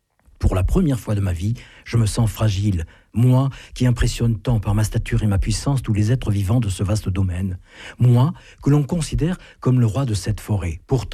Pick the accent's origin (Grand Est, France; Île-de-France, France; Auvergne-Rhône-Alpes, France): Auvergne-Rhône-Alpes, France; Je connais bien l'Ardèche parce que c'est ma région d'origine avec la Drôme.